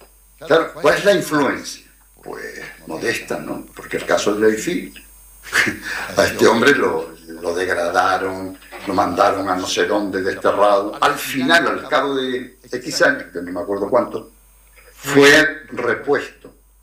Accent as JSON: {"language": "Spanish", "region": "Canary Islands", "country": "Spain", "said": "Ni como canario, ni como generación del 68, ni como de izquierda, ni de nada, ¿no?"}